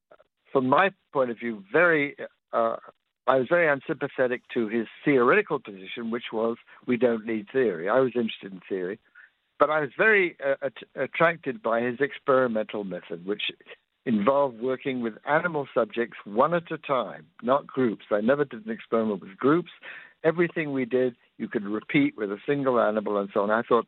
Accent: England, United Kingdom; I mean, my problem was that I grew up in England, and in England, it's a rather rigid educational system.

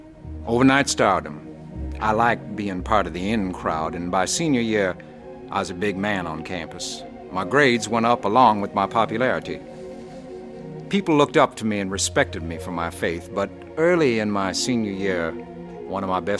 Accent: South Carolina, United States; also born or lived in Spartanburg, United States; I was born in 1949 in Spartanburg, South Carolina, and raised in a small mill town. No one had money, but everyone was close and everyone seemed like family.

